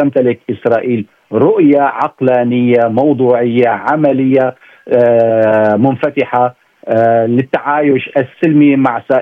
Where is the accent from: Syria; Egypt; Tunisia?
Syria; مشكلتنا نحن كسوريين مع حزب الله